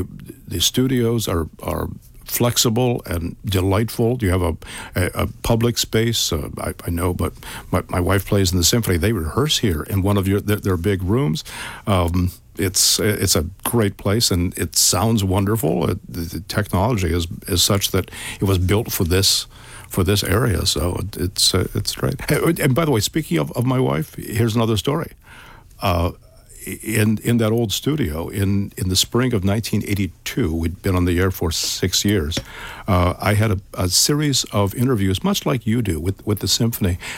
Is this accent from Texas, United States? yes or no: no; Maumee, Ohio, United States; growing up in Maumee and graduating from Maumee High School